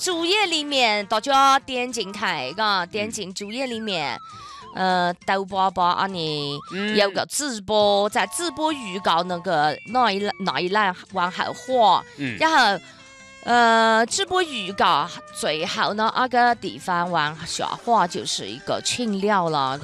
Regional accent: Fengqing, Yunnan, China; accent: Fengqing dialect; 我只会讲风清话。

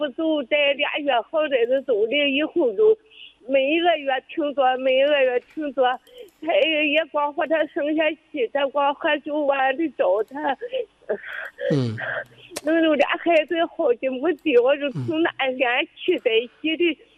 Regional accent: Daqing, Heilongjiang, China; 我是大庆的一家子。

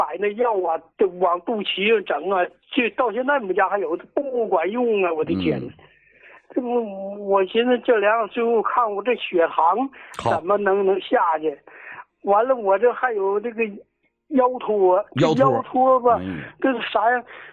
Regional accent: Shenyang, Liaoning, China; moved away; 搁这个沈阳搁我老家那嘎、

